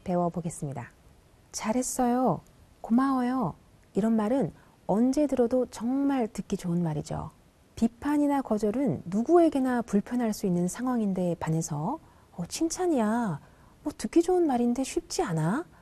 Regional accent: London, United Kingdom; 안녕하세요. 런던에서 온 영국 공인 심리치료사

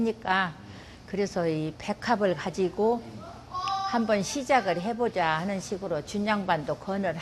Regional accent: Gyehwado, North Jeolla, South Korea; 저 고향 개화도예요.

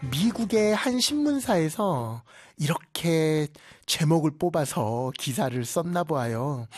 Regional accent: South Korea

